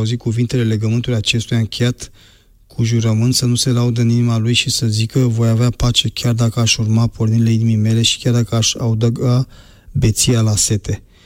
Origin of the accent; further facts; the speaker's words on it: Romania; Și normal că noi suntem români și trebuie să ne placă cultura noastră română.